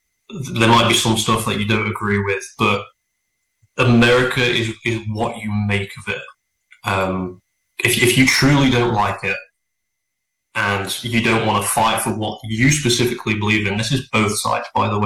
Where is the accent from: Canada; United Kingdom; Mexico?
United Kingdom; England; now in United States